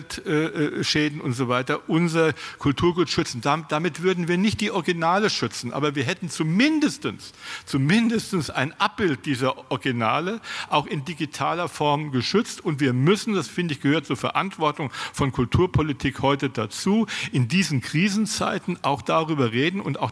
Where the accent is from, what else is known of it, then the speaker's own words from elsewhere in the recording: Berlin, Germany; wenn ich mir in meiner Heimatstadt Berlin anschaue, natürlich wollen wir die Nofretete retten